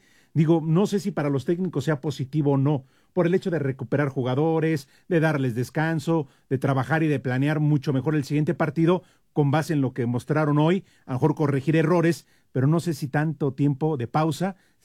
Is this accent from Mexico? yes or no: yes; Mexico; pero siendo mexicano, bueno, mexicano, norteamericano, pues, yo sí creo que después de lo que vimos ayer